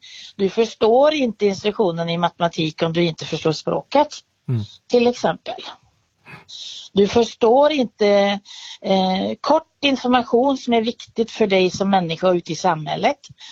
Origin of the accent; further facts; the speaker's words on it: Norway; now in Sweden; I Norge, där jag kommer ifrån ursprungligen